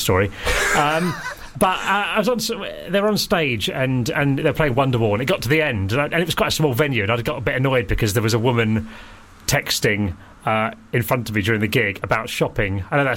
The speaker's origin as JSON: {"language": "English", "region": "South East England", "country": "United Kingdom", "tie": "born or raised there", "said": "I supported Liverpool because I grew up in Kent in the 80s."}